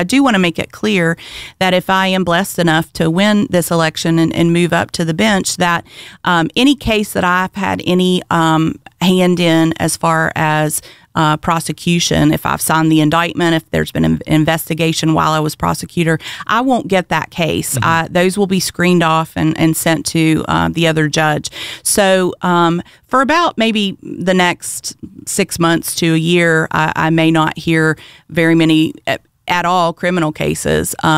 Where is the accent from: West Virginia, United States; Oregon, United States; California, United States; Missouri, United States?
West Virginia, United States; also born or lived in Akron, Ohio; I was born a Putnam County child. I'm the only Putnam County native in this race. I was born and raised in Putnam County, graduated from Buffalo High School, went to Marshall University